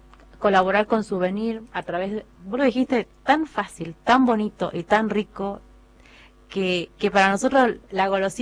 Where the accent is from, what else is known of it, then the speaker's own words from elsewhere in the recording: Jujuy, Argentina; No solamente porque somos jujeños